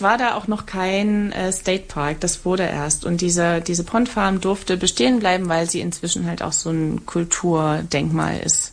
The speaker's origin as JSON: {"language": "German", "region": "Saxony", "country": "Germany", "said": "Also da, wo ich herkomme, im Erzgebirge, da driften die Jugendlichen Schneeflächen."}